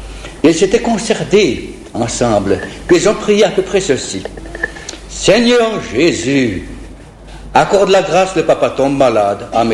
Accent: Italy; now in Paris, France; puisque je suis italien. À Paris chez moi, à domicile

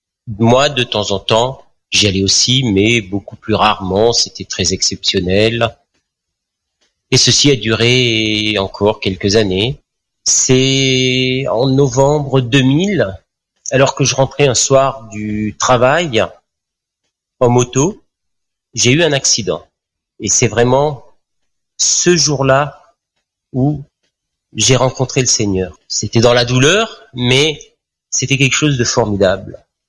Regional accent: Marseille, Provence-Alpes-Côte d'Azur, France; born there; moved away; also born or lived in Alsace; je suis né à Marseille, dans une famille catholique. J'ai atterri dans les années 76 en Alsace.

